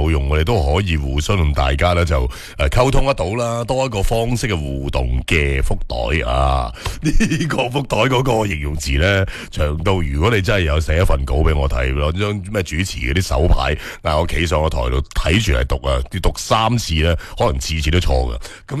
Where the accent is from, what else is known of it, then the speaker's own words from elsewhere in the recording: Guangdong, China; 我哋广东人咧都即系幽默感好够嘅吓